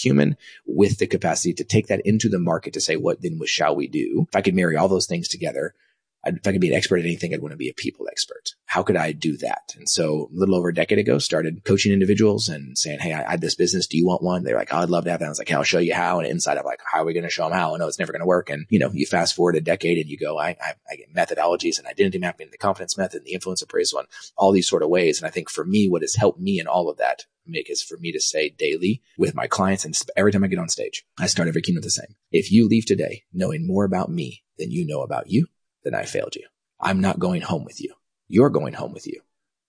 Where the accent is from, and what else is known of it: Dallas, Texas, United States; born or raised there; also born or lived in Kansas